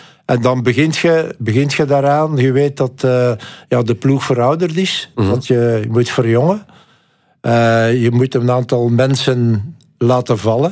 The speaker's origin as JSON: {"language": "Dutch", "country": "Belgium", "said": "En dan kom je daar als Belg en dan voel je ook dat niemand gelooft in u."}